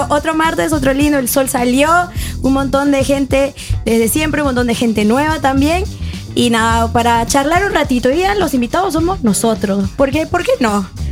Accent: Luján, Buenos Aires Province, Argentina; No soy de Córdoba, soy de Luján, provincia de Buenos Aires.

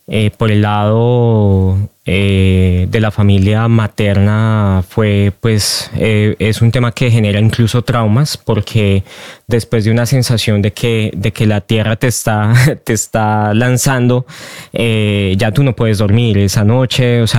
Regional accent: Bogotá, Colombia; born there; now in Medellín, Colombia; Yo nací en Bogotá. Mi familia es de parte paterna de Bogotá y de parte materna del Quindío, de la ciudad de Armenia.

